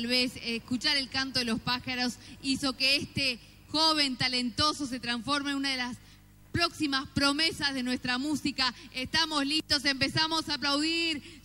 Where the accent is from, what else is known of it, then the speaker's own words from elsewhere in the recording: Chaco, Argentina; Puedo hablar de ese... de ese Chaco impenetrable porque vengo de ahí